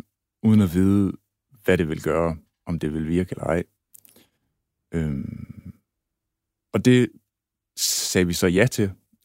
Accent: Aalborg, North Denmark Region, Denmark; jeg er 39 år gammel nu. Født og opvokset og stadig aalborgenser. Født ind i en helt klassisk parcelhusfamilie i en parcelhusjungle. 10 minutters kørsel uden for Aalborg, hvor jeg er vokset op med min storebror

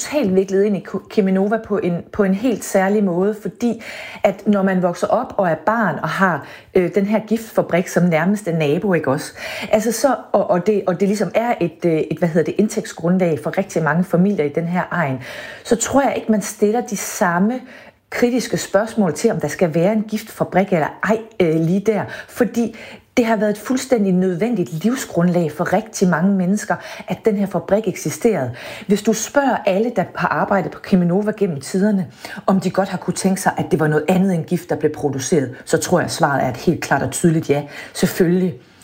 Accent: Central Denmark Region, Denmark; now in Copenhagen, Denmark; Jeg bor i København, men jeg følger ganske meget med, hvad der sker på min hjemegn. Og min mand, der også er vestjyde

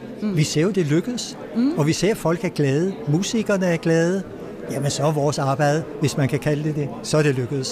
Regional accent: Allinge, Capital Region of Denmark, Denmark; Jeg har boet i alle de år, jeg har næsten levet, bortset fra et halvt år. så jeg er ægte bornholmer.

